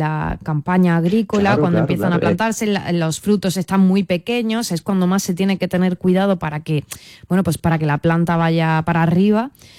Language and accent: Spanish; Almería, Andalusia, Spain; como buenos almerienses que somos